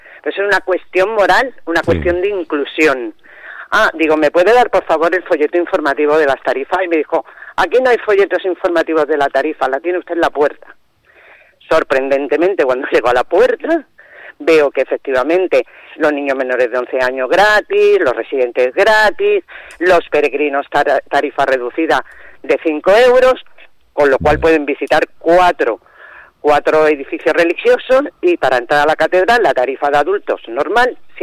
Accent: Málaga, Andalusia, Spain; somos de Málaga y lo que nos hemos trasladado aquí a La Rioja por una parte por motivos de trabajo

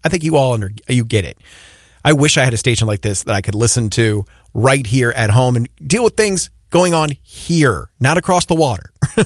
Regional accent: Yorktown, Virginia, United States; when I grew up in Yorktown

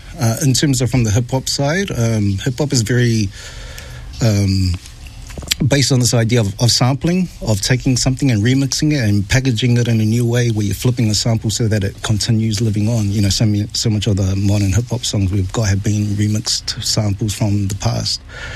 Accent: Auckland, New Zealand; growing up here in the diaspora in South Auckland, in Māngelia and Ōtara

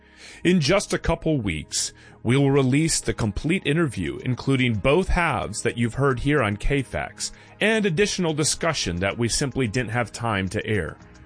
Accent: New York, United States; But he, and honestly, as a New Yorker, I'm sure people just passed on

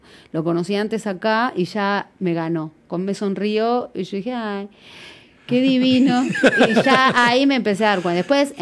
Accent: Argentina; siendo yo argentina y sin hablar inglés, como como mi segunda lengua. Yo conocía, entendía, podía hablar un poco, pero no ni lo pronunciaba exactamente prolijamente bien

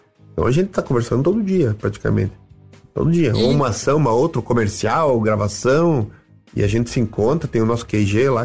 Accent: Rio Grande do Sul, Brazil; now in Curitiba, Brazil; Eu sou gaúcho, vou perder a identidade. Meio bairrista ainda, né? Tu vê, depois virei bairrista curitibano. Hoje eu sou curitibano.

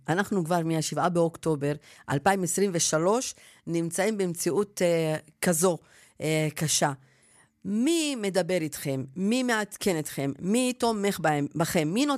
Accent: Northern District, Israel; אמנם אתה יודע, אני גם צפונית, אבל אני מדברת עכשיו כללית.

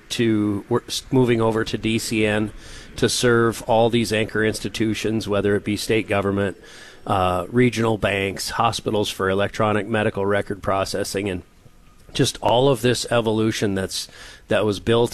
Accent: Hettinger, North Dakota, United States; I'm very proud to say that I'm from North Dakota. Grew up on a farm and ranch down in Hettinger.

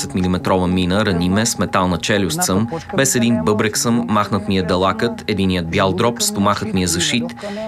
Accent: Odesa Oblast, Ukraine

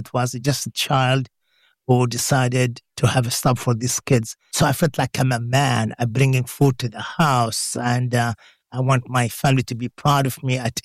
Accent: Lebanon; accent: Lebanese; also born or lived in Jordan; Jordanian Muslim kids were making fun of me because I'm not Muslim, because I'm Christian, also with my Lebanese accent, different than the Jordanian accent.

